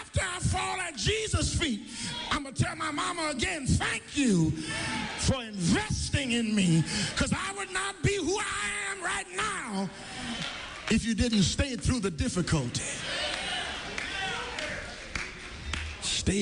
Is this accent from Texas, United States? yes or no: no; Eunice, Louisiana, United States; a young man who is a member of this church now from my hometown in Eunice, where I'm from, he's a member here